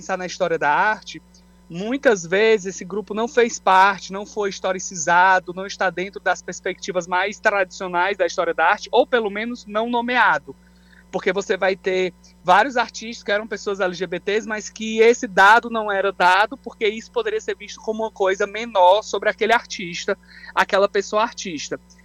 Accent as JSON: {"language": "Portuguese", "town": "Fortaleza", "region": "Ceará", "country": "Brazil", "also_born_or_lived": "Belém, Pará", "said": "eu sou de Fortaleza, no Ceará, mas já há 5 anos tenho uma relação muito grande com Belém, o Pará"}